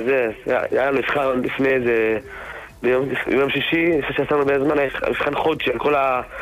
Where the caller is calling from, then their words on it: Central District, Israel; מאזור המרכז.